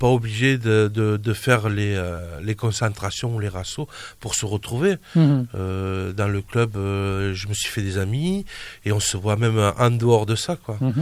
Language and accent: French; Nouvelle-Aquitaine, France; Alors moi je suis de Seyres, à côté de Dax.